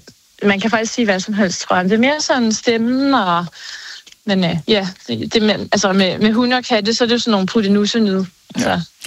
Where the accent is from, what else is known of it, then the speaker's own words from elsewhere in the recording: Hørsholm, Capital Region of Denmark, Denmark; moved away; Jeg er fra Hørsholm.